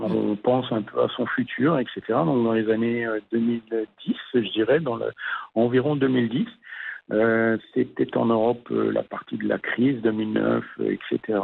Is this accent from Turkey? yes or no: no; France; born there; moved away as an adult; also born or lived in Germany; je suis né en France